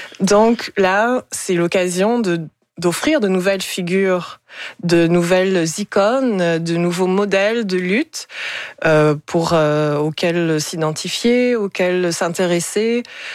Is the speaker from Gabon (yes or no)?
yes; Gabon; Moi, j'ai grandi au Gabon.